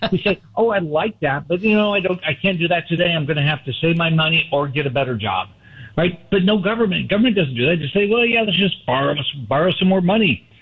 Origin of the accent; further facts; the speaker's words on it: Midwest, United States; well, I grew up in the Midwest.